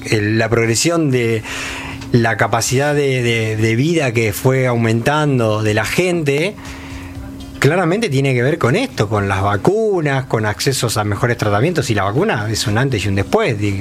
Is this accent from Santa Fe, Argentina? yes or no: no; Isidro Casanova, Buenos Aires Province, Argentina; yo soy de acá, de Casanova, cuando era chico jugaba al fútbol y a veces descalzo